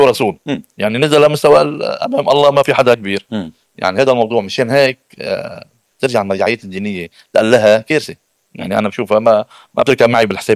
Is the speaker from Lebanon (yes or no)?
yes; Lebanon; نحن علينا واجبات كلبنانيين